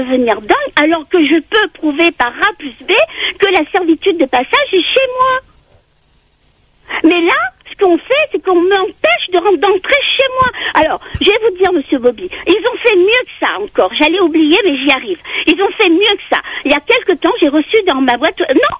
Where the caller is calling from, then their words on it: Le Tampon, Réunion, France; j'ai vécu 20 ans à Saint-Denis, j'ai jamais eu aucun souci avec mes voisins. Et pourtant, j'étais en appartement. Alors, depuis que j'habite au Tampon, c'est la folie.